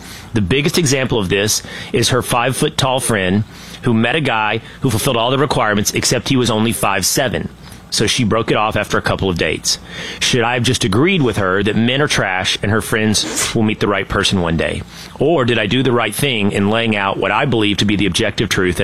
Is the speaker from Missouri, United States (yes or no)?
no; Sherman, Texas, United States; born or raised there